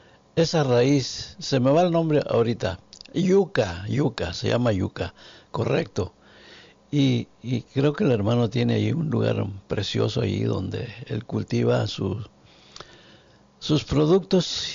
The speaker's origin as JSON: {"language": "Spanish", "town": "Norias del Refugio", "region": "San Luis Potosí", "country": "Mexico", "moved": "yes", "lives_now": "San Antonio, United States", "said": "En San Luis Potosí también, mi tierra, Norias del Refugio."}